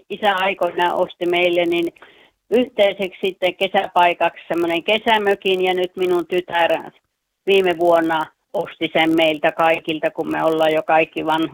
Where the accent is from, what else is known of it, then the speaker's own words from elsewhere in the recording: Juuka, North Karelia, Finland; Kajon kylästä. Se on Kajon, Kuopio, tai Kaavin ja Juuan välillä on tämä Kajon kylä.